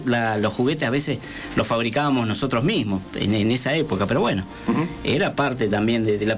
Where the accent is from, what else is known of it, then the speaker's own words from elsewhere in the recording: Mar del Plata, Buenos Aires Province, Argentina; yo vivía en la zona oeste de Mar del Plata, era un barrio tranquilo y como a 2 kilómetros del centro